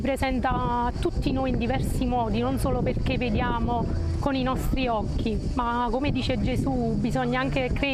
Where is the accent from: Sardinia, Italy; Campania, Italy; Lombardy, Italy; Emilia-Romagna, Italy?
Campania, Italy; Naples; vengo da Napoli e sono venuta a Međugorje per la prima volta.